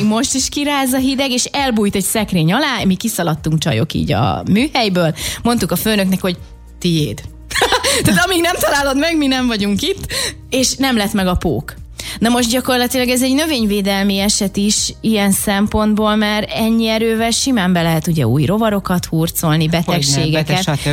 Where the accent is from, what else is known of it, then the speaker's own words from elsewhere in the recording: Budapest, Hungary; now in Homokhátság, Hungary; Én a 16. kerületben, Kertvárosban nőttem föl egyébként, tehát független attól, hogy most a homokhátságon tengetem a homoksivatagba az életemet.